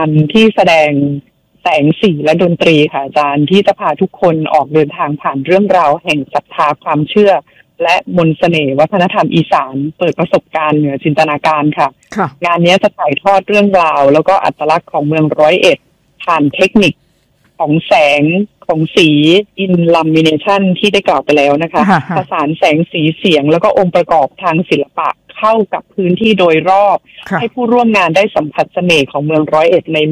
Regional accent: Khon Kaen, Thailand; เป็นคนขอนแก่นค่ะ

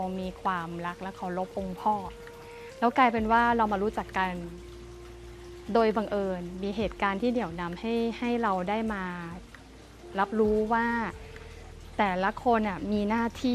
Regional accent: Hat Yai, Songkhla, Thailand; มันเป็นพื้นเพหรือบ้านเกิดของพวกเราคนหาดใหญ่จังหวัดสงขลา

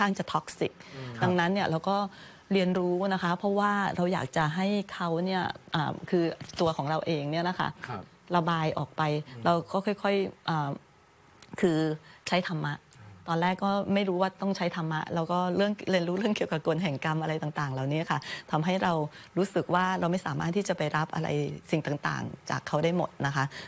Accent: Isan, Thailand; คนอีสานนี่แหละคนอีสานบ้านเฮานี่แหละ

